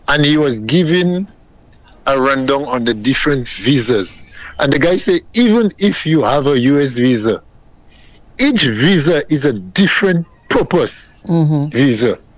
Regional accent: St. Lucia; So, Angie, right in my area, at my hometown, Rockall, the former BMAX housing area.

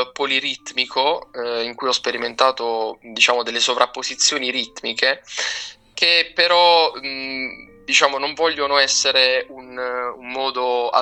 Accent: San Michele, Apulia, Italy; born or raised there

